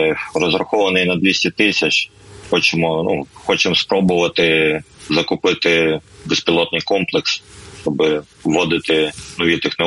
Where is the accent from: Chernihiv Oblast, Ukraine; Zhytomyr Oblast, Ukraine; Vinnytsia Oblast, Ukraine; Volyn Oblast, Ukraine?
Volyn Oblast, Ukraine; now in Lviv, Ukraine; Сам родом з Волинської області, але склалося так життя, що з 13-го року проживав у Львові.